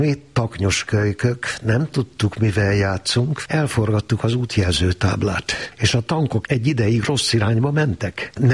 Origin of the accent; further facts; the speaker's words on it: Kunmadaras, Jász-Nagykun-Szolnok, Hungary; also born or lived in Debrecen; Én Kunmadarason nőttem fel, nyakas kunok lakják